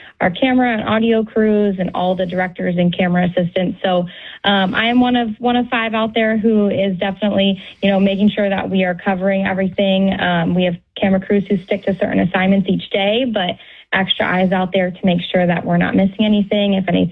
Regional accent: Green Bay, Wisconsin, United States; I'm from Green Bay, Wisconsin, as well as John.

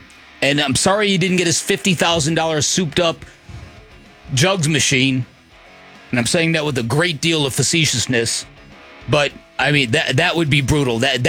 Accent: Chicago, Illinois, United States; moved away; when I grew up in Chicago

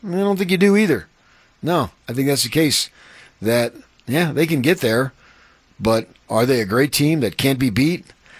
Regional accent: East Coast, United States; born there; moved away; certainly where I lived back east.

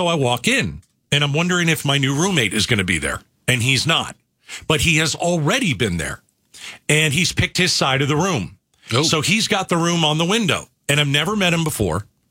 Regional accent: New York/New Jersey area, United States; Since I'm from the New York, New Jersey area

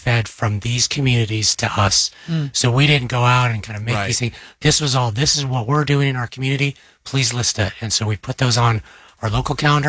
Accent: United States; I'm an American. I was born here. I was raised here.

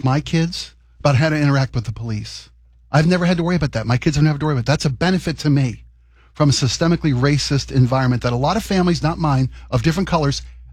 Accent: Baltimore, Maryland, United States; I was born in a city that was very, very racially divided. Baltimore in the late 60s.

